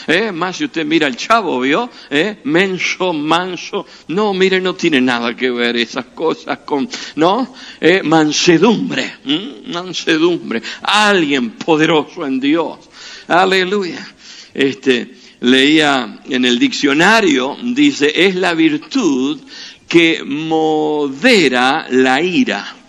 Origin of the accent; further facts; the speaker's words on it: Argentina; Estoy hablando de nuestra forma de pensar como argentinos